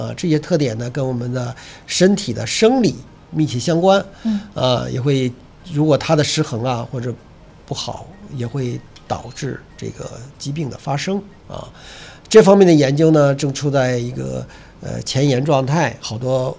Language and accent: Chinese; China